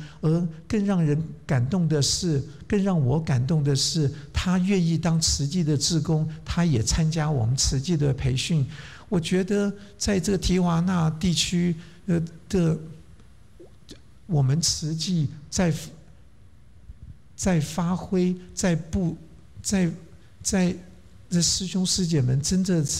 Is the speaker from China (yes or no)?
no; Taiwan; moved away